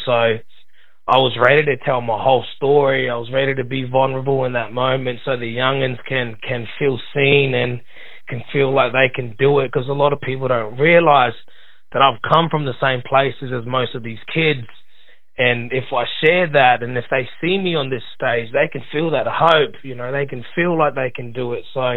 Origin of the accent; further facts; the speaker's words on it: Darwin, Northern Territory, Australia; I'm born and raised in Darwin, NT. My mom's based out in Litchfield, which is a Maranangu clan. I'm 23 years old